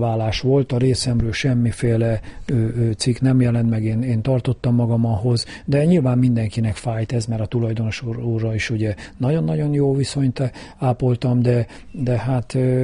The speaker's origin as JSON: {"language": "Hungarian", "town": "Kecskemét", "region": "Bács-Kiskun", "country": "Hungary", "tie": "born or raised there", "said": "a kecskeméti lakosokra, nem csak azért, mert itt születtem, ugye a városközpontba, itt nőttem föl a egyik városrészbe, ugye a Széchenyi városba"}